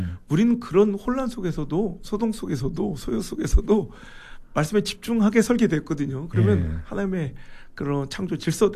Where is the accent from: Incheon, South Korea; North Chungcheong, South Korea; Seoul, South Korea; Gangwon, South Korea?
North Chungcheong, South Korea; Cheongju; moved away; 제 고향 청주 지역